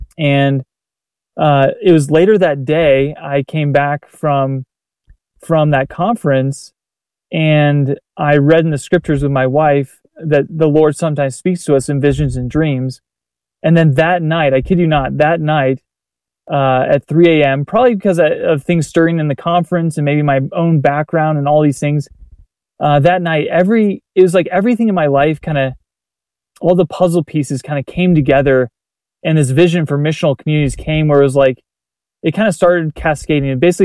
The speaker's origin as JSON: {"language": "English", "region": "Texas", "country": "United States", "tie": "born or raised there", "said": "a lot of my, kind of Bible Belt prejudices that I built up, I grew up in Texas"}